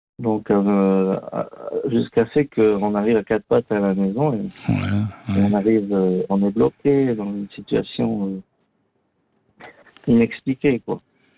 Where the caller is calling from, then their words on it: Valais, Switzerland; j'ai 24 ans, j'habite en Valais.